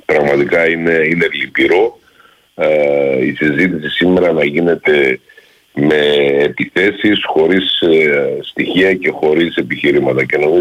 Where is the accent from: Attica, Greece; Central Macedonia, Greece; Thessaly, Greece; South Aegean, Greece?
South Aegean, Greece; Κατάγομαι από την Νότια Ρόδο